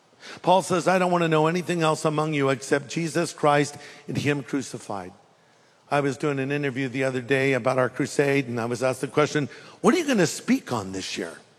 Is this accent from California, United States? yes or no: yes; California, United States; And outdoorsman, I'm not. I'm from California.